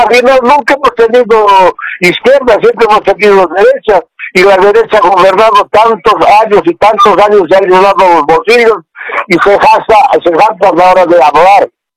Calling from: La Paz, Bolivia

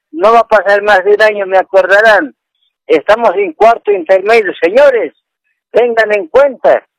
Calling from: Caranavi, La Paz, Bolivia; le llamo de Caranave, hermano.

